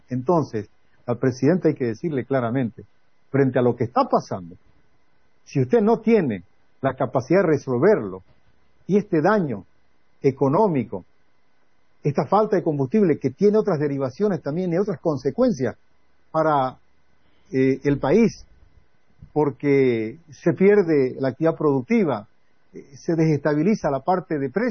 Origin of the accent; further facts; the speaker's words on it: Santa Cruz, Bolivia; como boliviano, como cruceño.